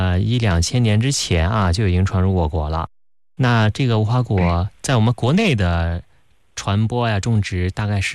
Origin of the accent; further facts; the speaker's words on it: China; 我们中国人